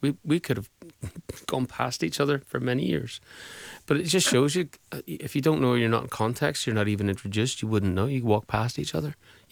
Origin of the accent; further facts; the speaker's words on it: Derry, Northern Ireland, United Kingdom; I grew up in Derry